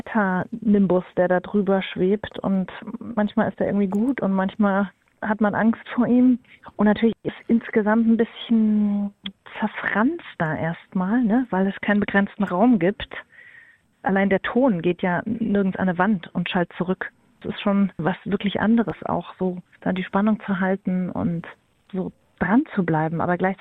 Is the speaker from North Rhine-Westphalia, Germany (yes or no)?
no; Thuringia, Germany; Ich mache zum Beispiel mit meiner Familie in Thüringen, wo ich herkomme, auf unserem Familienhof auch ein Open-Air-Festival jedes Jahr mit meiner Mutter.